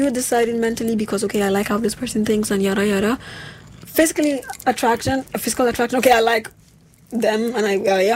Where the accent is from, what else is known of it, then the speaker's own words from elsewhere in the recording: Nigeria; now in Germany; There's still a lot of things to learn as a Nigerian living in Germany because the culture shocks are so different.